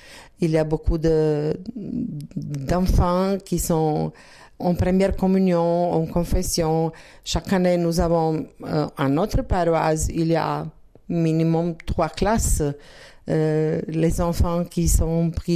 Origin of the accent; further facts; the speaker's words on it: Zagreb, City of Zagreb, Croatia; French is a second language; Nous viendrons de Zagreb, de capitale, et nous habitons à une petite paroisse, mais pas petite.